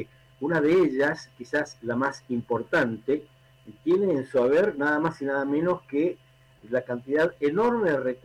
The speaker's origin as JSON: {"language": "Spanish", "country": "Argentina"}